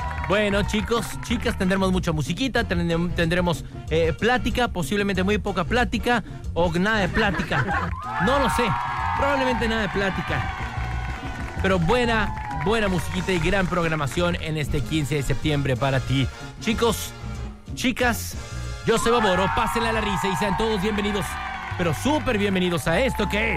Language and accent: Spanish; Mexico; esa garra que tenemos como mexicano, esa no se cuestiona